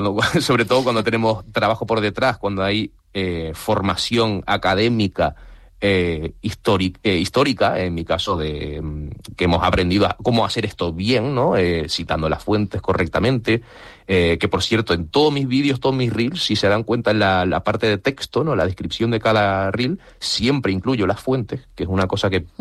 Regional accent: Fuerteventura, Canary Islands, Spain; mis padres son ingleses, nací en Fuerteventura, me he criado en Fuerteventura, así que técnicamente por crianza y tal, y nacimiento soy canario, pero de sangre, digamos, y de, bueno, de apellido, ¿no? Se habrán dado cuenta … no es exactamente el apellido más...

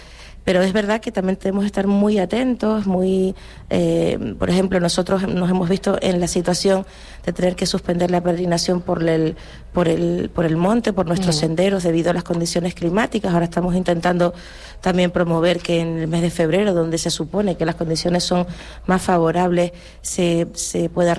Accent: Canary Islands, Spain; nuestra identidad como canarios

